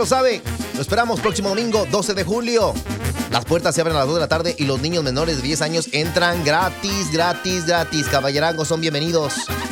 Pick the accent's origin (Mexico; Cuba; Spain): Mexico; Guanajuato; yo soy de Guanajuato, la verdad. Soy de Guanajuato, somos alegres